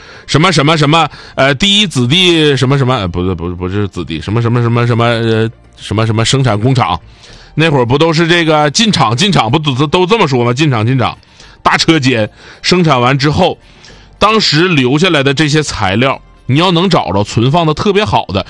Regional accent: Northeast China, China; 听我普通话不太标准是不是？我还好，广播节目，尤其我是东北人

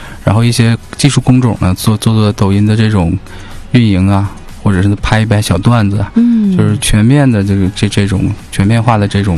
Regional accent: Northeast China, China; 我们东北人讲话就是半截的

